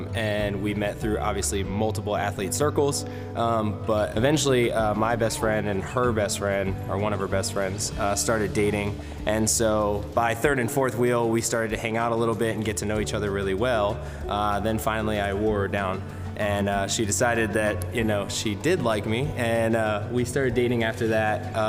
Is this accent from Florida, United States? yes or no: yes; Miami, Florida, United States; now in Bonita Springs, United States; We live in Bonita Springs, Florida, but I'm originally from Miami, Florida.